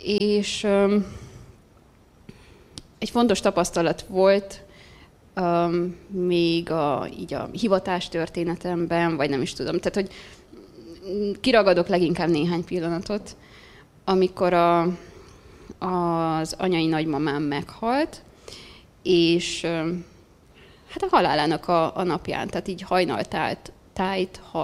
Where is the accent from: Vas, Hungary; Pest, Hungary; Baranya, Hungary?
Vas, Hungary; Kőszeg; now in Miskolc, Hungary; Közszegről származom egyébként